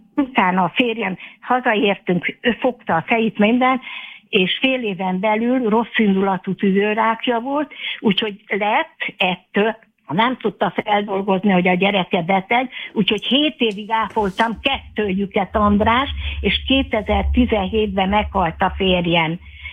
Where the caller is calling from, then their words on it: Hungary; hogy igen, hogy magyar vagyok